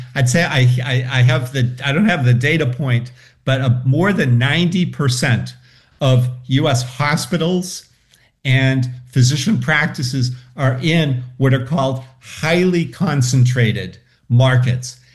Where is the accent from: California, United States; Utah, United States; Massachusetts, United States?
Massachusetts, United States; I'm from Massachusetts.